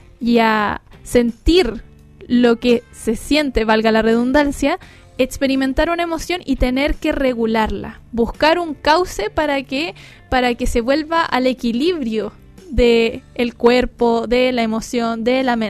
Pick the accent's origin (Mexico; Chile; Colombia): Chile; como somos los chilenos